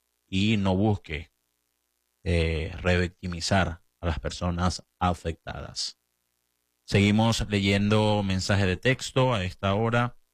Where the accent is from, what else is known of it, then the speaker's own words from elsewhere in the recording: Venezuela; también reencontrarnos nosotros mismos como venezolanos